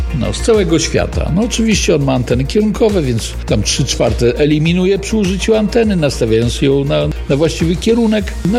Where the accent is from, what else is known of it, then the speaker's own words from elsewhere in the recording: Biała Podlaska, Lublin Voivodeship, Poland; znalazł, że my z Białej Podlaskiej, ze mną się skontaktował, że będzie w Białej i chciałby się spotkać z krótkofalowcami.